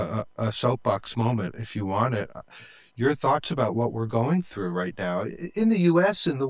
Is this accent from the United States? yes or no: yes; Vermont, United States; I'm from Vermont, so I totally know what you're talking about.